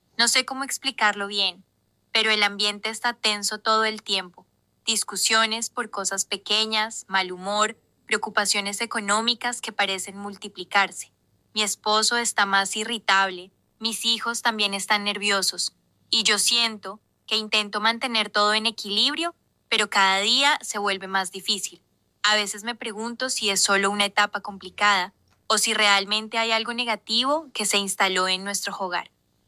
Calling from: Durazno, Uruguay; Nací el 3 de marzo de 1974 y estoy llamando desde Durazno.

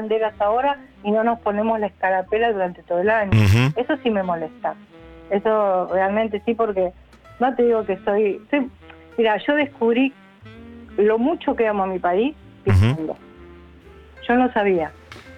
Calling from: Argentina; como Argentina, como país, como sociedad, como gente empática, no hay en todos lados.

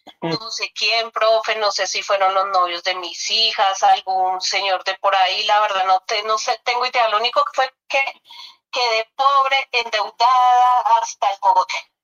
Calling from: Bogotá, Colombia; me estoy llamando desde Monte Blanco, es de Bogotá.

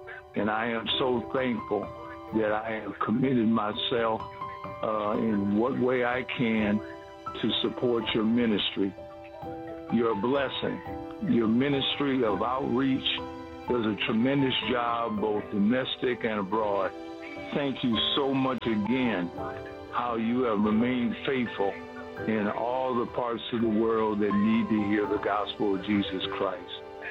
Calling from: Tecumseh, Ontario, Canada; I'm calling from Tecumseh, Ontario, Canada.

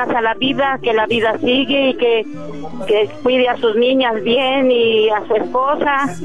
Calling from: Tenancingo, State of Mexico, Mexico; de Acatzingo.

